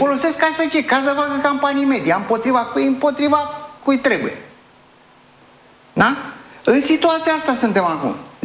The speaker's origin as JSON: {"language": "Romanian", "region": "Gorj County", "country": "Romania", "said": "eu sunt din Gorj"}